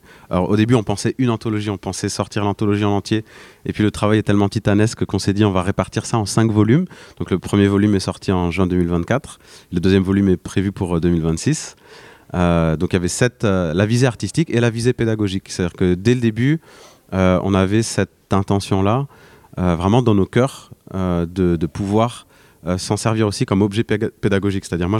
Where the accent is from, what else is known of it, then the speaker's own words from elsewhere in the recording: Caen, Normandy, France; ici à Caen, ma ville natale